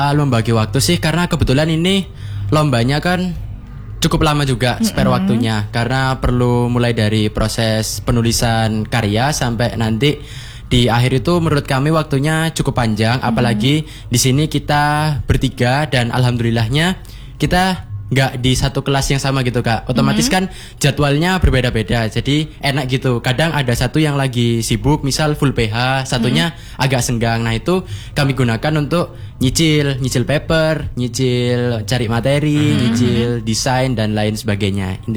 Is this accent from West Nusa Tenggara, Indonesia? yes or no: no; East Java, Indonesia; Dan aku sendiri juga orang Malang asli, cuma Kabupaten Malang Selatan.